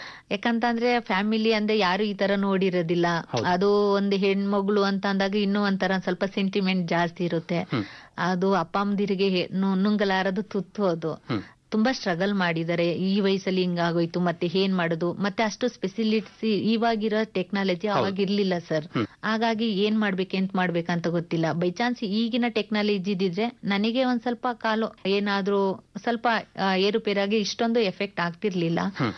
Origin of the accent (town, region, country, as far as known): Kanchugara Koppalu, Karnataka, India; born or raised there